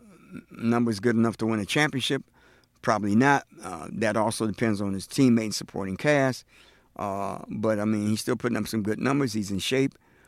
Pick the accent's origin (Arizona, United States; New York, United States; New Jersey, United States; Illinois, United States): New York, United States; being a New Yorker